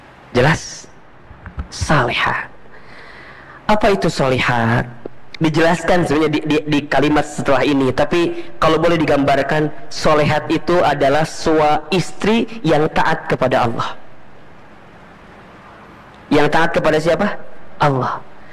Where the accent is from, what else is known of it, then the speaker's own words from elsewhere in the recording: Garut, West Java, Indonesia; kita orang kampung, orang miskin, orang desa, saya orang Garut aslinya.